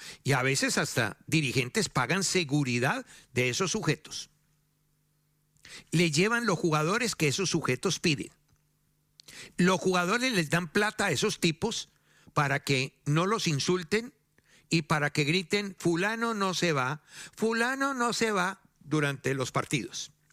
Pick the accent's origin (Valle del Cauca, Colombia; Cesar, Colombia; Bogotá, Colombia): Bogotá, Colombia; born there; porque nací en Bogotá, no puedo entrar a los estadios de Medellín